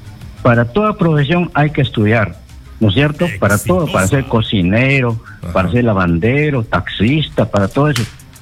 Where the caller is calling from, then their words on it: Lima, Peru; Villa El Salvador